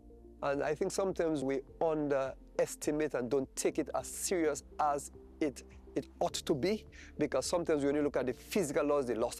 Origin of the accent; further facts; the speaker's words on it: Dominica; now in Nevis, Saint Kitts and Nevis; As a matter of fact, I am from Dominica. I experienced malaria. Malaria is the reason why I'm in Nevis, you know?